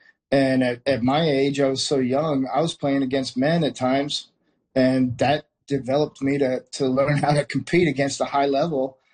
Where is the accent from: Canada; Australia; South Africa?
Canada; Windsor, Ontario; I grew up playing in Windsor Central. And then as I got older and I moved over to the Windsor Selects